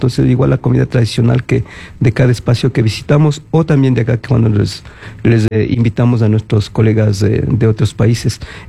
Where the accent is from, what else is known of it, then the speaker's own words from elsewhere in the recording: Quito, Pichincha, Ecuador; somos también nosotros somos quiteños